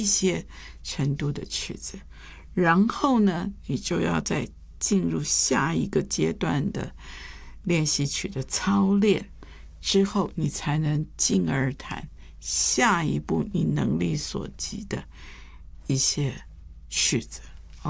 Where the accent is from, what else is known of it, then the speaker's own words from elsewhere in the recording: Taiwan; 我记得我在这个眷村里面长大的时候，我一学琴，一票的所有眷村的小孩子跟我同年都去学了，最后只剩下我一个。